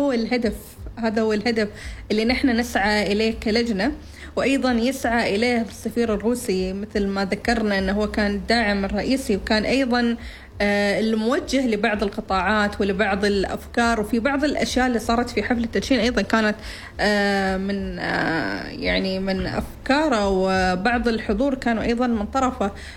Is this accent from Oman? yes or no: yes; Oman; نحن كعمانيين